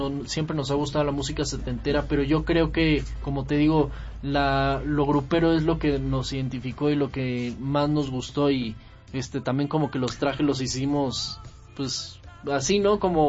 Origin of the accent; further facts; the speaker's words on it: Mexico; first language Spanish; nos gusta mucho cantar en español y nos gusta uh-huh. Pues nuestro idioma, somos mexicanos.